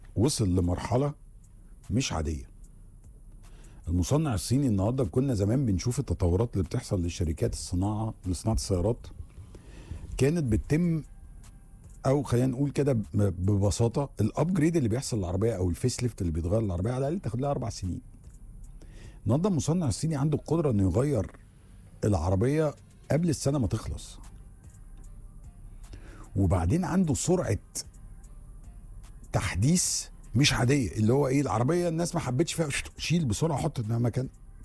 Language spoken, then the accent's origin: Arabic; Egypt